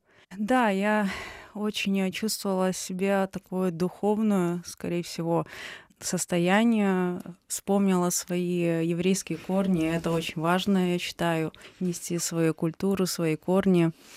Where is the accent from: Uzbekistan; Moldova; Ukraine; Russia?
Ukraine; born there; Да, я родилась в Украине, но мои родители познакомились в Литве и начинали свою жизнь в Висогиносе городе.